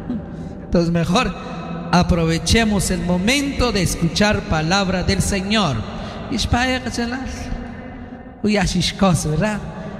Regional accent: Chichicastenango, Quiché, Guatemala; Somos de Chichicastenango.

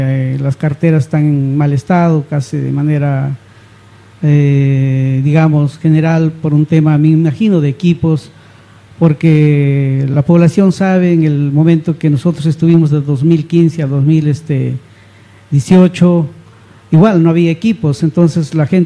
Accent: Otuzco, La Libertad, Peru; yo soy de Otuzco.

